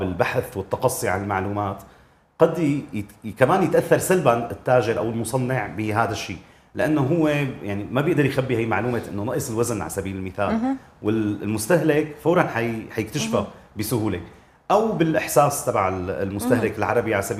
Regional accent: Syria; هم عندنا بسوريا بالسوق السوريه تغير وزنها بشكل جذري

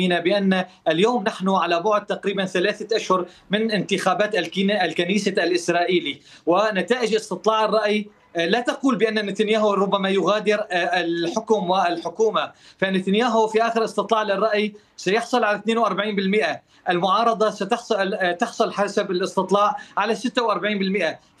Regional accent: Syria; now in Gaziantep, Turkey; يعني نعول كسوريين

